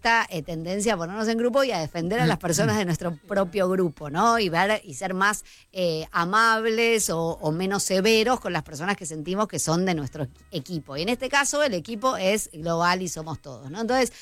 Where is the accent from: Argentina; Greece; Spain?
Argentina; la vida es más compleja que somos todos argentinos.